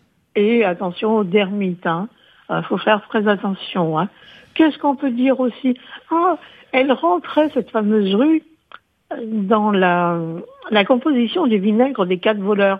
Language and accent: French; Corsica, France; chez nous, en Corse